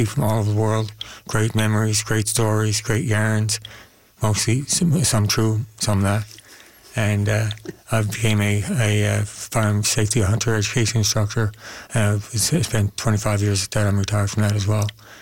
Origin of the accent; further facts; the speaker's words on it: St. John's, Newfoundland and Labrador, Canada; I grew up here in St. John's. Yeah. Well, I went to school in St. John's. I grew up out in Amherstville, but it was the bay, the heart of the bay.